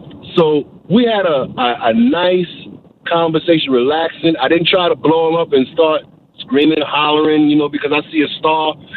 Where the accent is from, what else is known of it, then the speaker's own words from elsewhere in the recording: New York, United States; I'm also happy that my New York Knicks, because I am a New Yorker